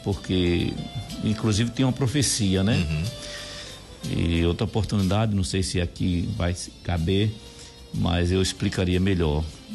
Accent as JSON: {"language": "Portuguese", "town": "Canguaretama", "region": "Rio Grande do Norte", "country": "Brazil", "said": "Quero muito bem a todos ali na minha cidade, Canguaretama."}